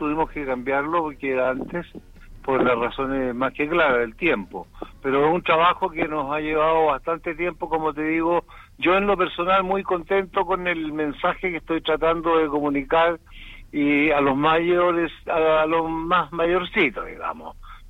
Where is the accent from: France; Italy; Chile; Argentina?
Chile; cosa que aquí en Chile no pasa.